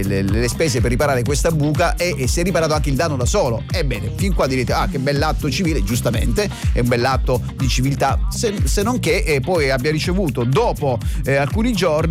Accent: Apulia, Italy; vi porto in Puglia, nella mia terra.

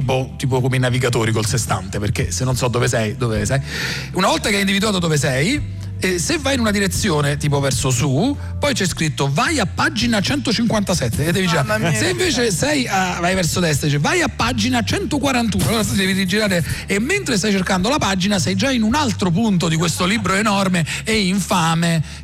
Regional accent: Salerno, Campania, Italy; now in Rome, Italy; Io vengo da Salerno

